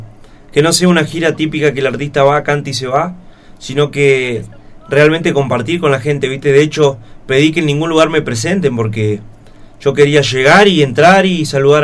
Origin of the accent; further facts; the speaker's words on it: El Maitén, Chubut, Argentina; mi pueblo, el Maitén, es uno de los puntos más bonitos de la provincia del Chubut